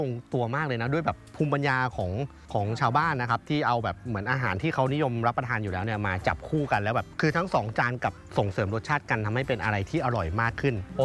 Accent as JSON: {"language": "Thai", "region": "Chonburi", "country": "Thailand", "said": "ผมก็เป็นคนชลบุรีนะแต่ผมเพิ่งรู้จักวิธีการทำหอยเสียบวันนี้ครั้งแรกในชีวิตเลย"}